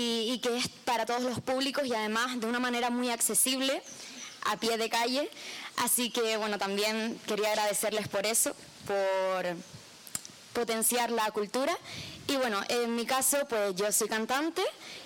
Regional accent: Canary Islands, Spain; me enorgullece como canaria ver que nuestra tierra

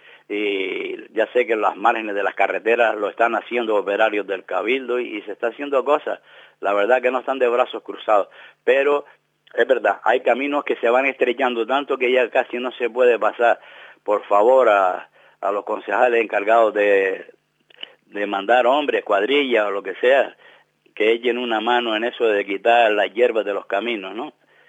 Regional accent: Spain; Ahora somos todos españoles, pero también lo éramos antes, ¿no?

